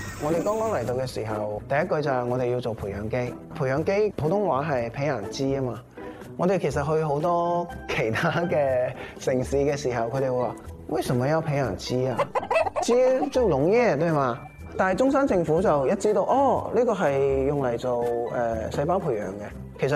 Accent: Hong Kong; moved away as an adult; now in Zhongshan, China; 我来自香港。

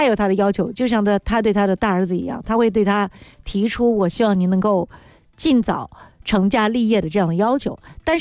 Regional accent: China; 我们中国人

